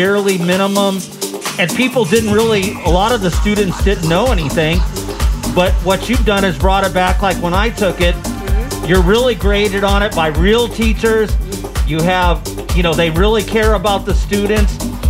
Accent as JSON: {"language": "English", "town": "Redlands", "region": "California", "country": "United States", "tie": "born or raised there", "said": "I grew up in Redlands, and I went to a private school from first to ninth grade, and I never went to a public school till I was in high school."}